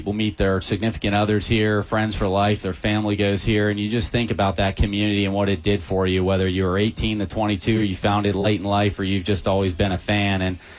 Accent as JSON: {"language": "English", "town": "Middleburg", "region": "Florida", "country": "United States", "tie": "born or raised there", "said": "I grew up in Middleburg, Florida, and came over here."}